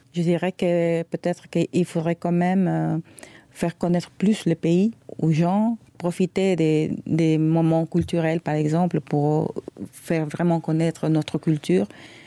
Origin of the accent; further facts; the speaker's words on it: Coast, Ecuador; now in Luxembourg; nous, comme on est de la côte